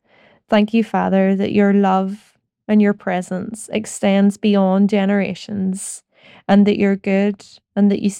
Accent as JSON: {"language": "English", "region": "Northern Ireland", "country": "United Kingdom", "said": "I'm from Northern Ireland."}